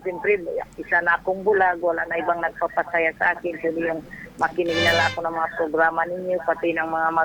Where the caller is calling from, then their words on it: Puerto Princesa, Mimaropa, Philippines; Dito lang ako sa Mayano, sa Barangay Matyaga, harap ng Pier Entrance.